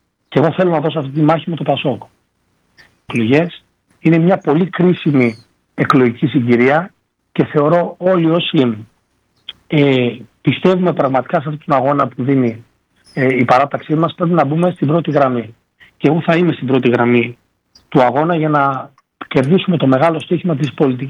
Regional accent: Paramythia, Epirus, Greece; moved away; έχει καταγωγή από το Ηρωικό Σούλι, η μητέρα μου είναι από το Θεσπρωτικό Πρεβέζης. Εγώ μεγάλωσα στην παραμυθιά Θεσπρωτείας

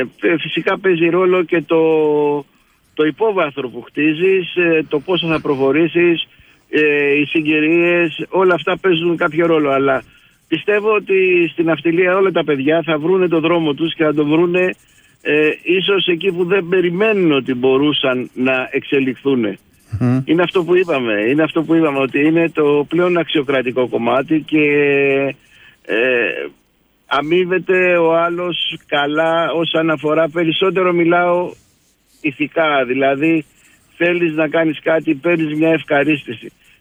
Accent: Greece

